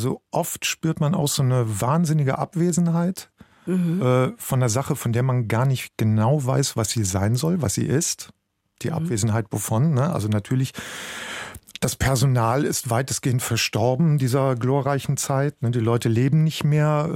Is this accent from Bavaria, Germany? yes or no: no; Bergisch Gladbach, North Rhine-Westphalia, Germany